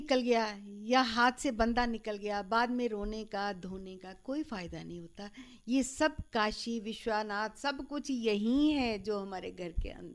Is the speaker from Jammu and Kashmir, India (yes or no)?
yes; Jammu, Jammu and Kashmir, India; मैं वैसे बेसिकली जम्मू से बिलोंग करती हूँ, मैं अपने घर में सबसे छोटी थी